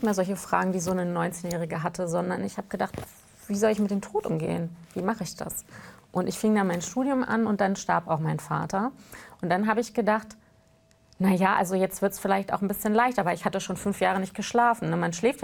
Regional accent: Hanover, Lower Saxony, Germany; also born or lived in East Germany (GDR); dass ich noch in der DDR geboren bin und meine Eltern waren Pioniere und haben Jugendweihe bekommen. Und dann bin ich in Hannover groß geworden

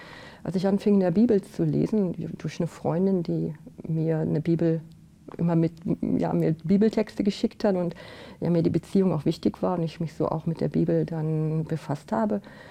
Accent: Germany; Ich bin also in der Eifel aufgewachsen und in einer sehr katholischen Gegend auch.

